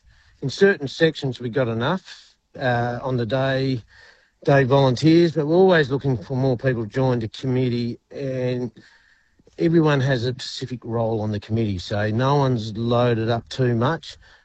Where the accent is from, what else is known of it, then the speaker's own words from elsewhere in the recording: York, Western Australia, Australia; Yes, we've been here for quite a few generations. So, yeah, grew up growing up in York